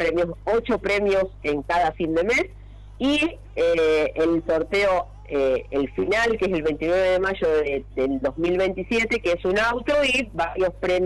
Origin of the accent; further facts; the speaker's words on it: Lincoln, Buenos Aires Province, Argentina; yo soy de Lincoln